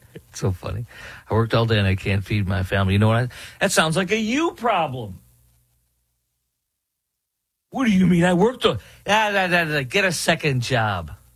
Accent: Chicago, Illinois, United States; formerly based in my hometown of Chicago

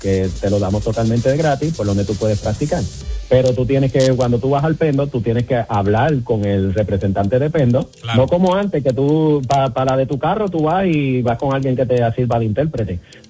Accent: Puerto Rico; now in United States; yo que vengo de Puerto Rico es un país que somos consumistas

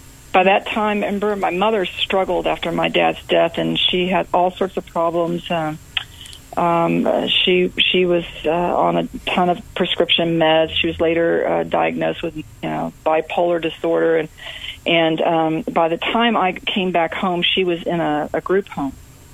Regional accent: San Antonio, Texas, United States; moved away; But then I had an offer to go back to San Antonio, which is my hometown

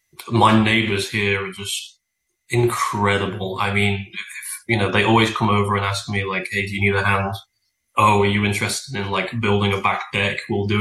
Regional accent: England, United Kingdom; now in United States; becoming a US citizen, because I'm more patriotic to the US, and funnily enough, I'm more patriotic to my home country, is you're not allowed to fly the Union Jack or the England flag

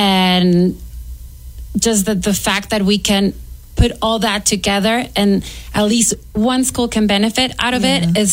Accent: Ciudad Juárez, Chihuahua, Mexico; now in El Paso, United States; I grew up in Juarez, and that's where I attended elementary and middle school. I did high school here, but I really didn't feel that I belonged to the school at the moment because it was my first experience in El Paso.

